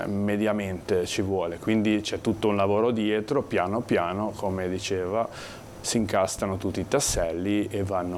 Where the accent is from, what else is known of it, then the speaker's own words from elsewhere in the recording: Genoa, Liguria, Italy; da genovese le senti di più perché logicamente ce l'hai in casa.